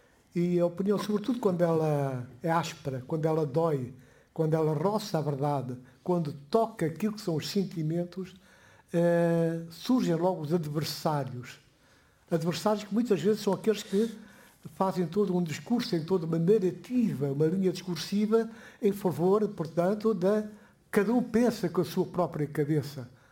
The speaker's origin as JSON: {"language": "Portuguese", "country": "Guinea-Bissau", "tie": "born or raised there", "first_language": "Guinea-Bissau Creole", "second_language": "Portuguese", "said": "Eu sou da Guiné-Bissau."}